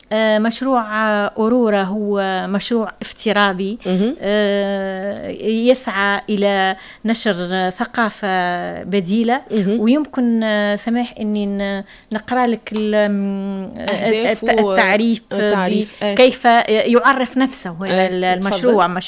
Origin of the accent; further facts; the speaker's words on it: Tunisia; كان عندنا في تونس